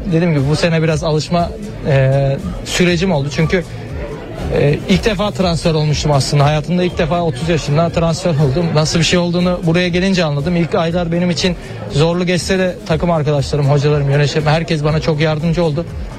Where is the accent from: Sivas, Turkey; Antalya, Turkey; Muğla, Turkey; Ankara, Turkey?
Antalya, Turkey; born there; Antalya'da doğdum.